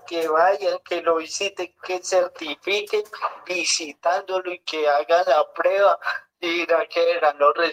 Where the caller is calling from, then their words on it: Cocorná, Antioquia, Colombia; De aquí en Cocorná, Antioquia